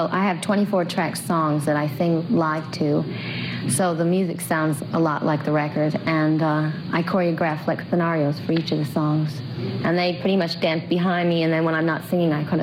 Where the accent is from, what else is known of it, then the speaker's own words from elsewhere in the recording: Detroit, Michigan, United States; I'm from Detroit and I'm 21.